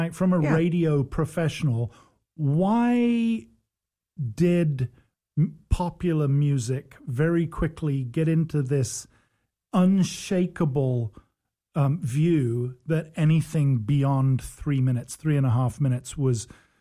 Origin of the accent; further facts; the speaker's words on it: England, United Kingdom; obviously, being English